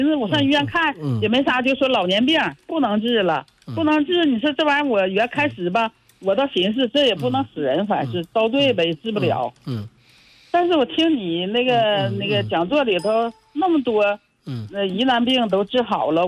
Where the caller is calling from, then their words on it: Changchun, Jilin, China; 我是长春的。